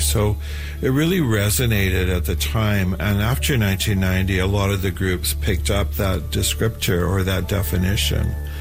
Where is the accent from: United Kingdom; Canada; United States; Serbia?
Canada; I'm the co-director of the Two-Spirited People of Manitoba, and I'm from the Cree Nation.